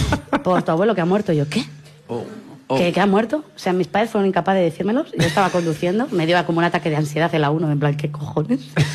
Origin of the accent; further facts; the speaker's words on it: Burgos, Castile and León, Spain; Y la piloto Cristina Gutiérrez, que también es de Burgos.